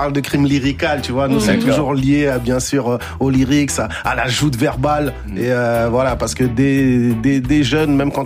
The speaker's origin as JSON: {"language": "French", "country": "Cape Verde", "said": "Tu vois, moi, je suis originaire des îles du Cap-Vert, Benji est originaire du Congo."}